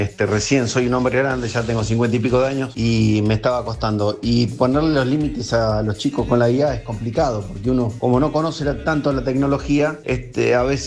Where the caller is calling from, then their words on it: Aldo Bonzi, Buenos Aires Province, Argentina; soy de Aldo Bonzi.